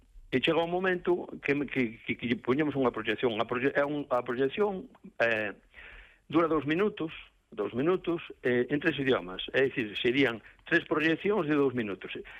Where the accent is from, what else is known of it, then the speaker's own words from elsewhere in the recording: Ézaro, Galicia, Spain; eu son un alcalde de Numbría, pero son nativo do Ézaro. Eu vivín a miña xuventú ali no Ézaro, eu vivín a miña xuventú ali na desembocadura da cascada.